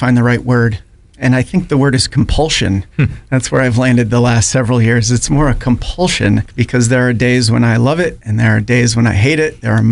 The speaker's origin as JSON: {"language": "English", "town": "Youngstown", "region": "Ohio", "country": "United States", "tie": "born or raised there", "said": "I'm from Youngstown, grew up there."}